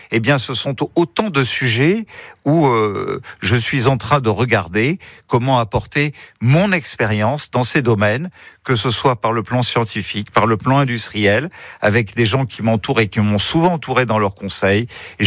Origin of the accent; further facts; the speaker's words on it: Nice, Provence-Alpes-Côte d'Azur, France; je suis né à Nice et j'ai bien l'intention jusqu'au bout d'être un Niçois parce que je suis passionné par ma ville.